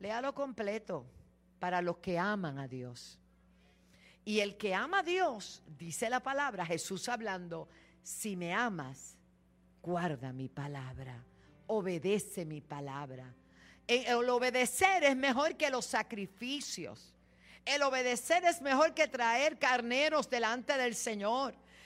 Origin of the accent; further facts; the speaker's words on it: Puerto Rico; tú sabes, yo soy boricua, para que tú lo sepas.